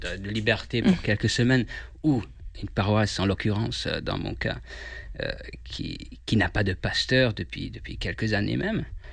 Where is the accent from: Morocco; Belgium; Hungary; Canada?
Hungary; French is a second language; moved away as an adult; now in France; Moi, je suis d'origine hongroise et ça fait bientôt 4 ans que je suis en France. Je suis arrivé dans le cadre d'un échange étudiant Erasmus en août 2022.